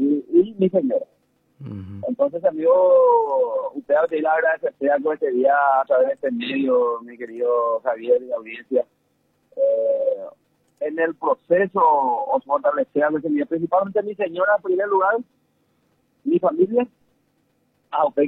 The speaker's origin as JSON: {"language": "Spanish", "region": "San Pedro", "country": "Paraguay", "tie": "born or raised there", "also_born_or_lived": "Canindeyú", "moved": "yes", "said": "Yo soy de San Pedro, oriundo de San Pedro, mi ciudad natal es Tierra y Tierra del Norte, pero estuve casi 28 años en el departamento de Canindeyú."}